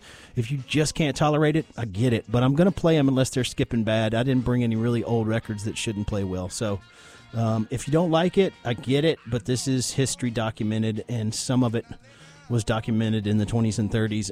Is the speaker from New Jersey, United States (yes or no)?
no; Mississippi, United States; growing up in Mississippi